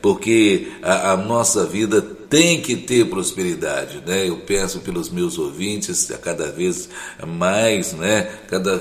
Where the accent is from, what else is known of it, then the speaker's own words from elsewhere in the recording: Brazil; eu sou brasileiro, né? Perdendo ou ganhando, né? Eu moro nesse país.